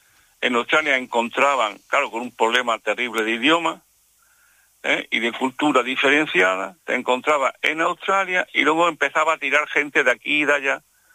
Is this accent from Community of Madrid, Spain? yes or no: no; Jaén, Andalusia, Spain; Yo soy de Jaén